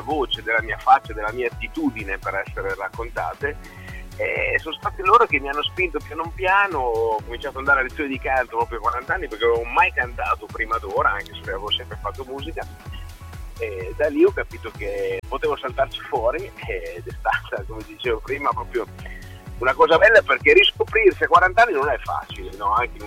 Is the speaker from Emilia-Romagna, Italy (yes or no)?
yes; Emilia-Romagna, Italy; Mamma e papà erano grandi appassionati di musica, fondarono una delle prime balere dalle nostre parti qua in Emilia. E io e Luciano siamo cresciuti proprio da piccolissimi